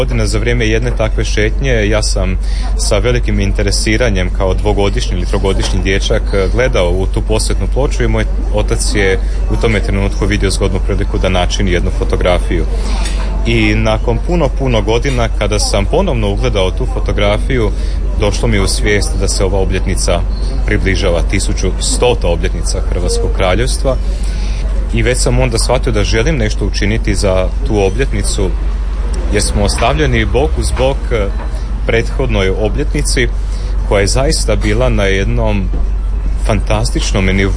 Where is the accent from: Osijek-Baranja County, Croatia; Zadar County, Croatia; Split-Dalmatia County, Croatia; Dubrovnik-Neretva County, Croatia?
Osijek-Baranja County, Croatia; Osijek; Zadovoljstvo mi je i na ovaj zvučni način zaželiti vam dobrodošlicu u moj rodni grad. Vrlo je, rekao bih, znakovito i to što smo se našli u gradu Osijeku